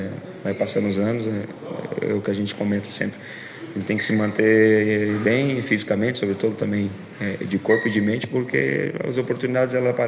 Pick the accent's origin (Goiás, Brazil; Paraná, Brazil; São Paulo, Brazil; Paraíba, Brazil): Goiás, Brazil; moved away as an adult; also born or lived in Spain / Croatia; Joguei no Minas Tênis Clube, sou goiano, fui para a Espanha em 2015, fiquei 10 anos na Espanha, um ano na Croácia e hoje estou de volta.